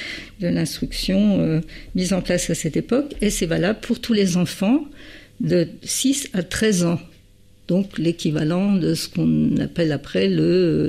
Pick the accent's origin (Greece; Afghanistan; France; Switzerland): France; Grand Est; On est d'abord Vosgien avant d'être Lorrain. On est Lorrain par héritage de propriété, comme on dit.